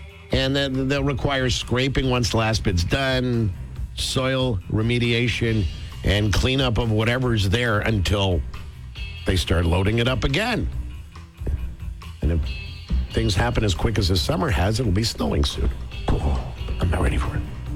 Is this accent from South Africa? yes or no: no; Montreal, Quebec, Canada; my years of living in the city and growing up in Montreal